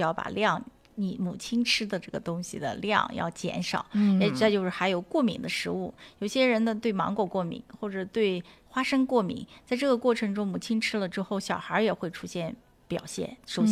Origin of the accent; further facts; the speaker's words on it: China; 我们中国人坐月子是要吃米酒的